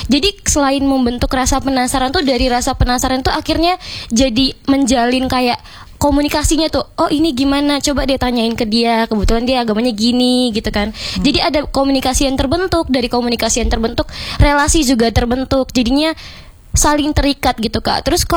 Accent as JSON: {"language": "Indonesian", "town": "Batam", "region": "Riau Islands", "country": "Indonesia", "tie": "born or raised there", "moved": "yes", "lives_now": "Jember, Indonesia", "said": "Saya asli Batam, lahir di Batam, besar di Batam."}